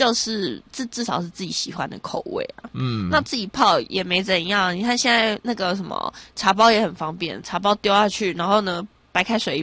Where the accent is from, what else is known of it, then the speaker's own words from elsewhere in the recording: Taiwan; 其实又是我们台湾人非常非常日常生活当中的一个陪伴啦，